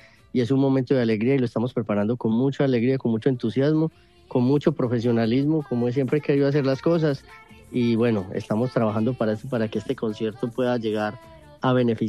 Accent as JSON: {"language": "Spanish", "country": "Colombia", "moved": "yes"}